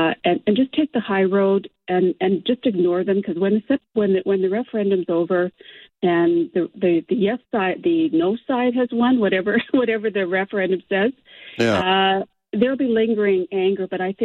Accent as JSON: {"language": "English", "town": "Calgary", "region": "Alberta", "country": "Canada", "tie": "born or raised there", "lives_now": "Victoria, Canada", "said": "I was born and raised in Calgary."}